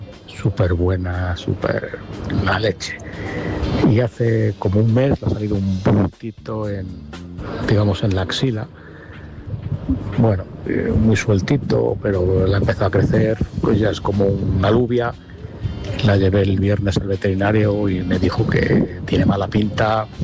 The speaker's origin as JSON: {"language": "Spanish", "town": "Segovia", "region": "Castile and León", "country": "Spain"}